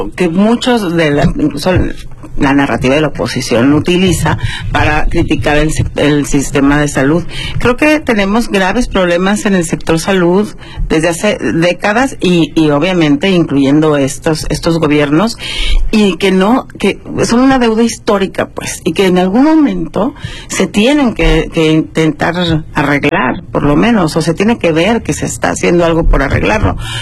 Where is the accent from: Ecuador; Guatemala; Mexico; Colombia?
Mexico; es algo que sabemos como mexicanos